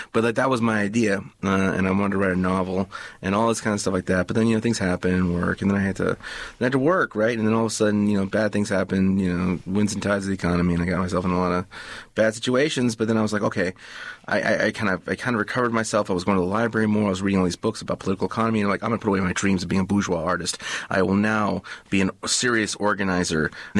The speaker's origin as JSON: {"language": "English", "town": "Los Angeles", "region": "California", "country": "United States", "tie": "born or raised there", "said": "Well, growing up in El Sereno, it was a very beautiful thing. It's a very wonderful, great neighborhood, very vibrant."}